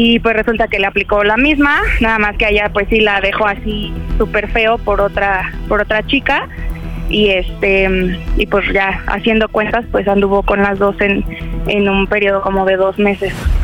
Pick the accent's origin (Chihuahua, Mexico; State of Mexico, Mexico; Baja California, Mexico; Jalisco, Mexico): State of Mexico, Mexico; 35 y del Estado de México.